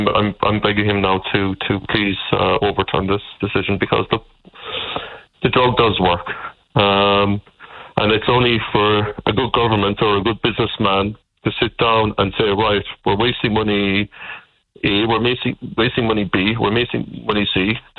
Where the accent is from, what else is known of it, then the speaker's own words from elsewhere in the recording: Ireland; And as you said, we're the Irish people first, as in when it comes to health.